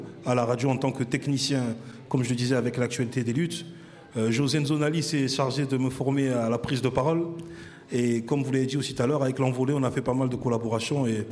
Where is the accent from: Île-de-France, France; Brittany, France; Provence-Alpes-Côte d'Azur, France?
Provence-Alpes-Côte d'Azur, France; Marseille; born there; je suis né à Marseille. J'ai 37 ans.